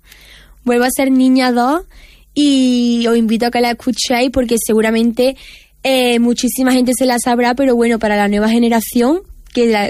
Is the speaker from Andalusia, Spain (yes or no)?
yes; Antequera, Andalusia, Spain; yo llevo Antequera por bandera porque al final la tierra que me ha visto crecer. Aquí están mis raíces